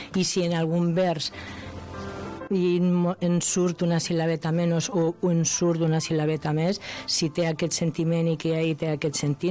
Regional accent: Castile, Spain; Catalan is a second language; Perdó, jo sóc castellana i adoro el castellà

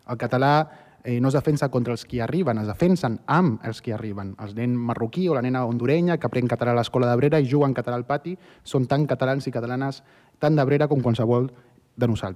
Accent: Argentina; now in Spain; Jo mateix sóc immigrant, orgullós, fill de la immersió lingüística. Jo mateix sóc català i argentí, per molt que els hi pesi a alguns, no? Que em diguin a mi que no sóc català.

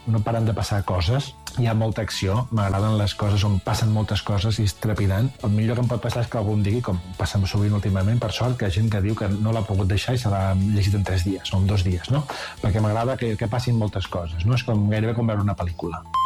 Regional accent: Catalonia, Spain; perquè és així, jo soc català i no puc fer una altra cosa

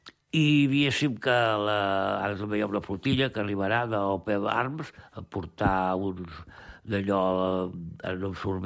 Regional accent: Argentona, Catalonia, Spain; al meu poble, a l'Argentona

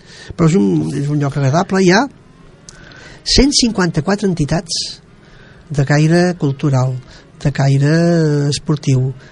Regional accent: Sabadell, Catalonia, Spain; Jo sóc de Sabadell.

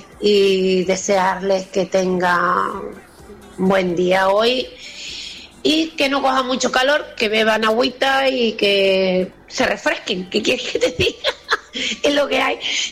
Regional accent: Santa Lucía, Canary Islands, Spain; de Santa Lucía y... A ver... Hace mucho calor.

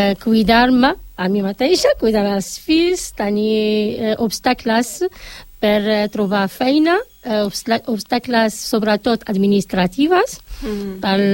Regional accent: Morocco; Catalan is a second language; moved away as an adult; now in Barcelona, Spain; soc del Marroc, una dona, una mare de tres fills adolescents, tinc 43 anys. Vaig venir aquí, porto aquí a Barcelona fa tres anys

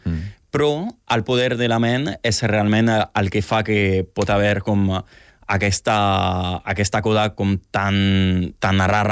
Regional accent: Occitania, France; now in Barcelona, Spain; Vaig venir a Barcelona, mira, per un tema d'estudi, i perquè era la ciutat més gran al costat de Perpinyà.

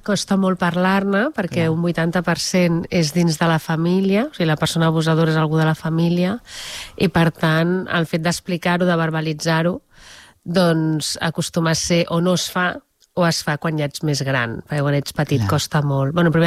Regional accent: Barcelona, Catalonia, Spain; moved away as an adult; also born or lived in La Garriga; now in Molins de Rei, Spain; Nosaltres som de Barcelona, però, bueno, ens vam conèixer a l'Ametlla del Vallès per uns temes de cases d'estiuets i, bueno, ens vam conèixer allà. I llavors vam anar a viure a la Garriga.

